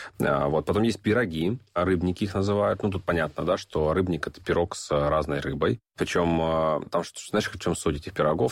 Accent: Horlivka, Donetsk Oblast, Ukraine; moved away as an adult; now in Saint Petersburg, Russia; Да, я причем, когда приехал там, да, из Горловки, приехал жить в Питер, для меня она оказалась очень крутой.

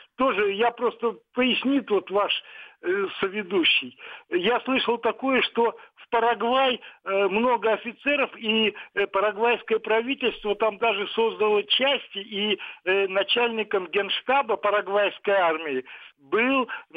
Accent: Sevastopol, Ukraine; Вот я из Севастополя

